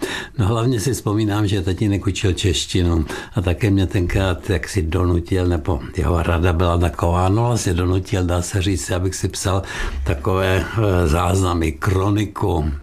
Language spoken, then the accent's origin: Czech; Liberec, Liberec Region, Czechia; born there; also born or lived in Žamberk / Letohrad; Je to tak, narodil jsem se v Jamberku a bydleli jsme v Letohradě, tehdy se to jmenovalo Kišperk. A teprve po válce v roce 1947 se rodiče rozhodli odstěhovat do Liberce a tam jsem teprve potom chodil také do školy.